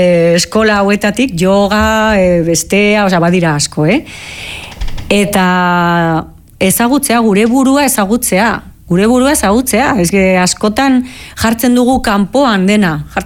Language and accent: Basque; Navarre, Spain; Basque is a second language; Eta pues, Nafarroan pues, hori, ba, ni bezala, oza, ni euskaldun berria naiz.